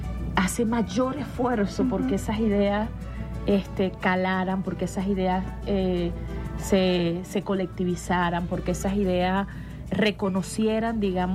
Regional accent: Monagas, Venezuela; fue en mi pueblo, yo soy de Monagas, y lo vi en el 98.

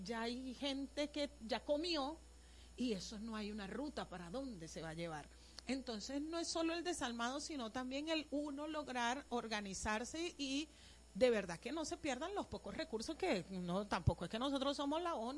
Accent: Venezuela; Sí, sí, como venezolanos que somos, sabemos que tenemos un gran corazón, pero también conocemos la viveza criolla propia del venezolano

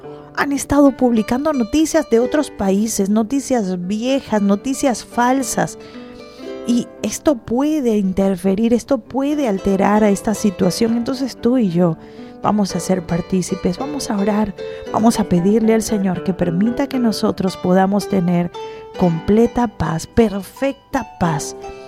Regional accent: Venezuela; esta solidaridad que hemos tenido como venezolanos.

